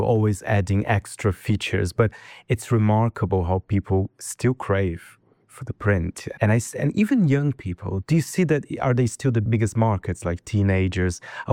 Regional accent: Brazil; now in United Kingdom; I'm from Brazil and it's also a big deal there.

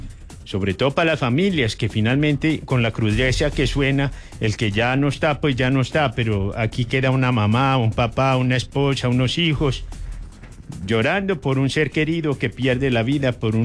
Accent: Colombia; nosotros como colombianos

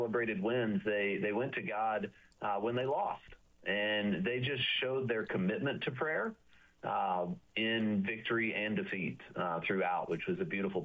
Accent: Amarillo, Texas, United States; moved away as an adult; now in Maryland, United States; Amarillo, Texas.

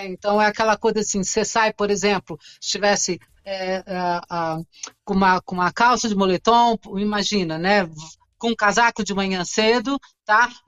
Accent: Minas Gerais, Brazil; Perdões, eu sou de Minas, né?

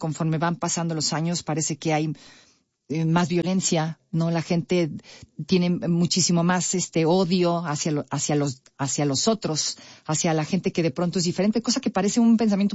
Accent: Mexico; estamos representando al país, a nuestro país. Nosotros como mexicanos

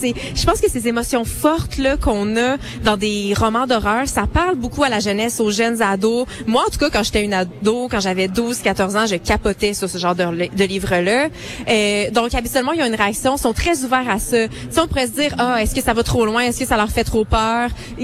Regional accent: Contrecoeur, Quebec, Canada; Elles habitent à Contrecoeur, ma ville natale, qui suit les berges du fleuve.

